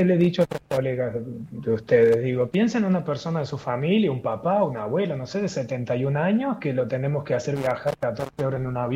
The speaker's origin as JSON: {"language": "Spanish", "region": "Córdoba", "country": "Argentina", "moved": "yes", "lives_now": "Rome, Italy", "said": "yo que soy cordobés"}